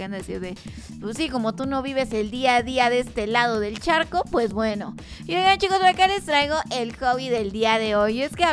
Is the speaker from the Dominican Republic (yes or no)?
no; Mexico; No, soy un mexicano.